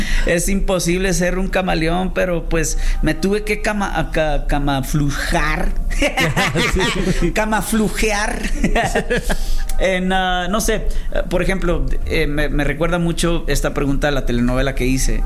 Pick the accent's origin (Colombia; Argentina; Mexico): Mexico; no importa si somos de este lado del charco o del otro, somos mexicanos y debemos estar unidos